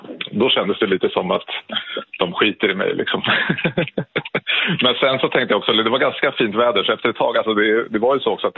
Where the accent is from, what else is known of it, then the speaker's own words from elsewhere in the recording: Täby, Stockholm County, Sweden; now in Skarpnäck, Stockholm, Sweden; när jag var 18 år, 1998, och bodde i Täby där jag växte upp.